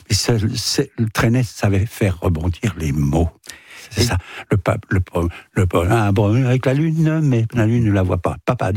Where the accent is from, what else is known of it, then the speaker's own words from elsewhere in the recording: Naples, Campania, Italy; Nous venons de Naples.